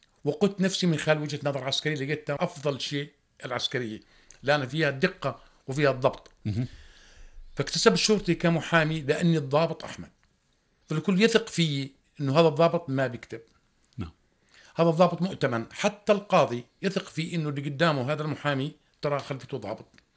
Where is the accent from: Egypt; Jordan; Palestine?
Jordan; إحنا الأردنيين